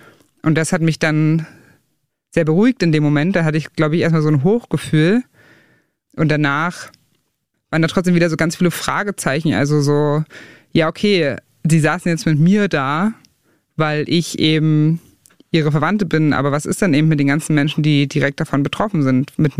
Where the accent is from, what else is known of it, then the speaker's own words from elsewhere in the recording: Saxony-Anhalt, Germany; Also weil ich habe das Gefühl, dass da in Teilen Ostdeutschlands und Sachsen-Anhalt und der Altmark, wo ich herkomme, dass da so eine Parallelöffentlichkeit und Parallelwelt so ein bisschen entsteht